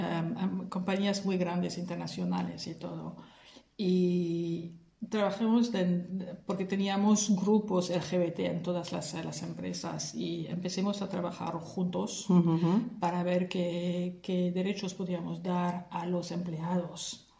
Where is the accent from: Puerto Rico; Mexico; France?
France; born there; Spanish is a second language; moved away as an adult; also born or lived in Paris / Ireland; Pues todo empezó en Francia, que nací en Francia, vivía en París, trabajaba con Disneyland París